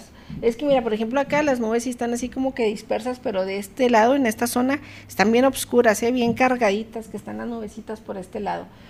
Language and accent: Spanish; Mexico; soy mexicana.